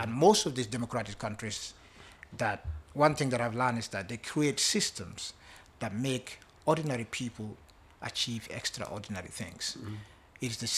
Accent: Bakau, Kanifing, Gambia; But before all that, I'm a guy from Bacau. I was born not very far from here, Bacau Newtown, raised there with siblings, three siblings, and with a community with faith and discipline.

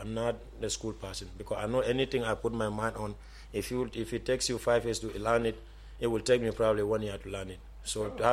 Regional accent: Banjul, Gambia; born there; I'm from Banjul, but... I'm not raised there, so I cannot.

